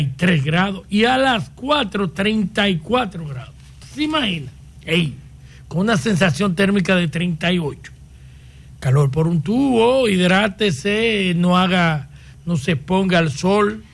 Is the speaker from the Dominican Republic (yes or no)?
yes; Dominican Republic; yo tengo derecho como dominicano.